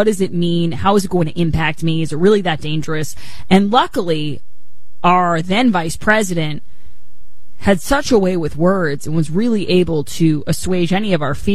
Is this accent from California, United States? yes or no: yes; California, United States; we're both from California.